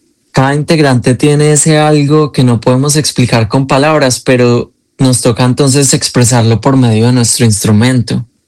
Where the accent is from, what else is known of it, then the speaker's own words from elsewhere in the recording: Calarcá, Quindío, Colombia; moved away as an adult; now in Denver, United States; Mi trayectoria musical empieza en Calarcá, Quindío, en mi adolescencia. Siempre estuve involucrado musical y culturalmente con mi pueblo. A los 24 años decidí mudarme a Denver, Colorado